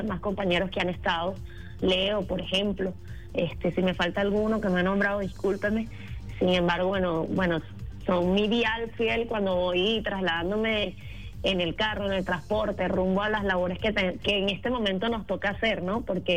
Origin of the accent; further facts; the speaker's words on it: Venezuela; sino también con ese quehacer del arte, de la identidad, del reencontrarnos como venezolanos y venezolanas